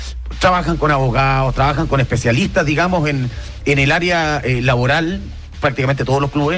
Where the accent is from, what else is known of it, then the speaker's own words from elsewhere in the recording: Valdivia, Los Ríos, Chile; yo soy valdiviano y me la sé.